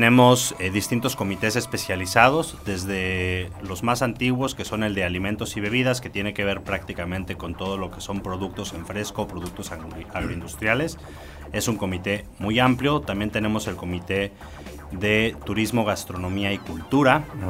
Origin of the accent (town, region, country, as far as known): Chiapas, Mexico